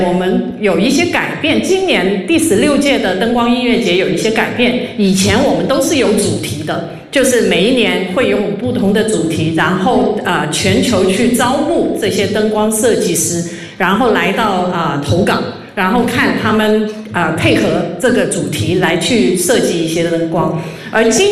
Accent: China

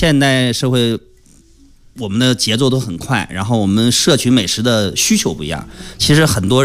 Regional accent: Harbin, Heilongjiang, China; moved away; 我身为一个北方人，我在哈尔滨我吃的所有菜我没有觉得咸。

